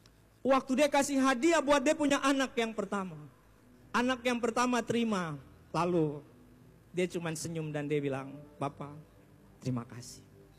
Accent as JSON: {"language": "Indonesian", "region": "Papua", "country": "Indonesia", "said": "itu gaya kita orang Papua."}